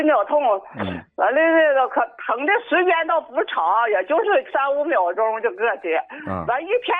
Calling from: Shenyang, Liaoning, China; 我是沈阳的。

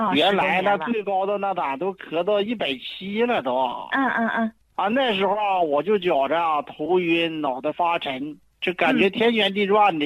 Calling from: Shenyang, Liaoning, China; 我今年64了，我是沈阳的一个朋友。

